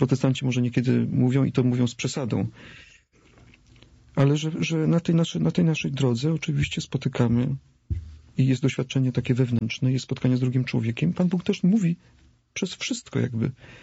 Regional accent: Silesian Voivodeship, Poland; od dzieciństwa urodziłem się na Śląsku, w takiej prostej bardzo rodzinie.

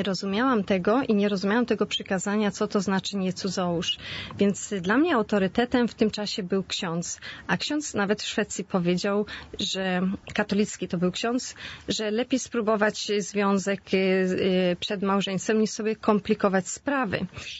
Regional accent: Świnoujście, West Pomeranian Voivodeship, Poland; moved away; Wyjechałam ze Świnoujścia i byłam praktykującą katoliczką

